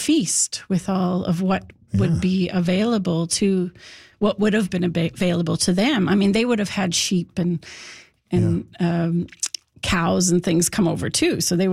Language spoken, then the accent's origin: English; St. Anthony, Newfoundland and Labrador, Canada; When I grew up in St. Anthony, and we would drive. It would take 2 hours to get to Lancemeadows from St. Anthony because it was a dirt road I was a child.